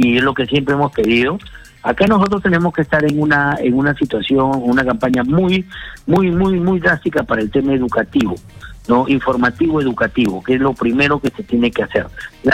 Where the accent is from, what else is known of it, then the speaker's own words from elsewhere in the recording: Peru; no solo como transportistas, uh-huh, sino como peruanos